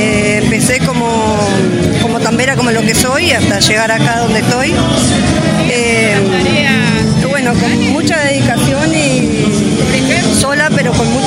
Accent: San José de Mayo, San José, Uruguay; moved away as an adult; now in Colonia, Uruguay; Sí, soy de San José.

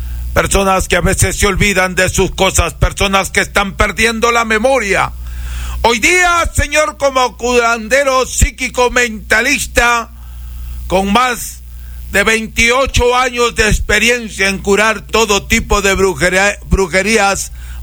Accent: Huancabamba, Piura, Peru; mi tierra natal, a las guaringas de Huancabamba

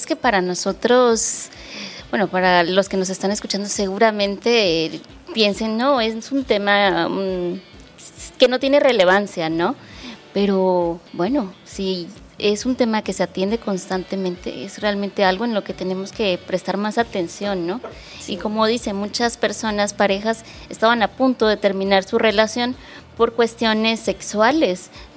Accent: Mexico; nosotros como mexicanos

